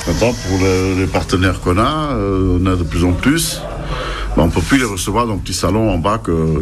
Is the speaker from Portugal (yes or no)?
yes; Portugal; now in France; C'est pour ça que nous, je suis venu de Portugal et avec mes collègues, les bénévoles du club, on fait ça.